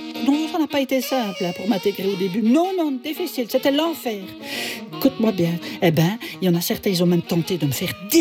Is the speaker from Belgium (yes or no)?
yes; Belgium; de Belgique. Ah ben voilà, c'est peut-être pour ça que j'ai un accent finalement.